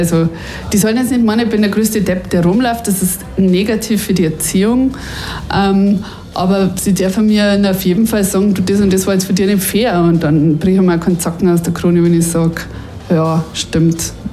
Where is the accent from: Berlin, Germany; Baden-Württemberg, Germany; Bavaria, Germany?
Bavaria, Germany; weil ich will nicht so deutsch sein als Bayerin.